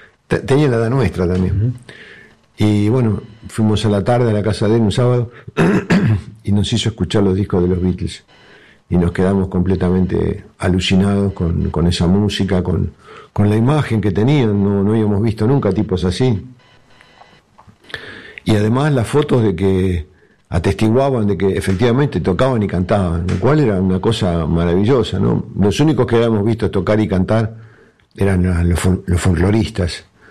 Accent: Quilmes, Buenos Aires Province, Argentina; Yo soy nacido en Quilmes, me inicié en la música acá en Quilmes. Viví unos cuantos años afuera de Argentina, en realidad, pero siempre que volvía a mi país, volví a Quilmes

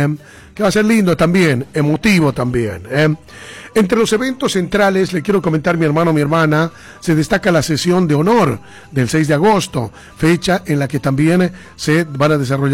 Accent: Bolivia; En nuestra querida Bolivia

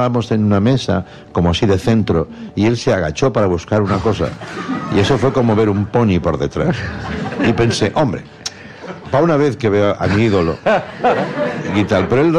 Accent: Granollers, Catalonia, Spain; Digo, es que soy de Granollers, yo.

